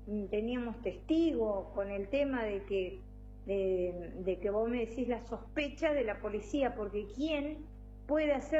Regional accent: Entre Ríos, Argentina; now in Córdoba, Argentina; yo vine hace ya, va a ser 40 años a vivir a Córdoba, yo soy de Entre Ríos.

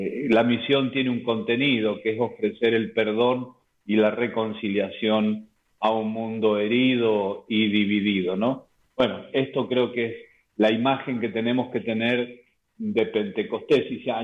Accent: San Martín, Mendoza, Argentina; Mirá qué pregunta me haces, porque soy mendocino, pero soy de San Martín de Mendoza, que es lo más contrario a Independiente.

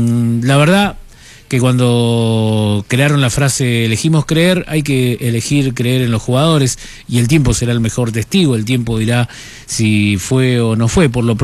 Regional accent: Argentina; creo que nos tenemos que quedar como argentinos con eso.

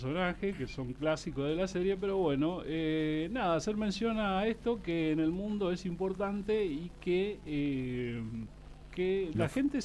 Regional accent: Argentina; Nosotros, como buenos argentinos que somos ingenios

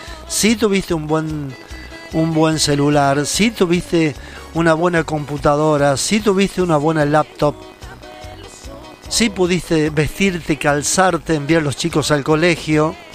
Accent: Argentina; Somos todos los argentinos los que conformamos la República Argentina.

